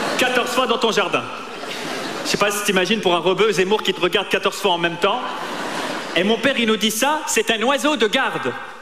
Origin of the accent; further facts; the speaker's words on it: Tunisia; now in France; moi, je viens de Tunisie, dans une famille d'alcooliques psychotiques, dans un contexte répressif et dictatorial.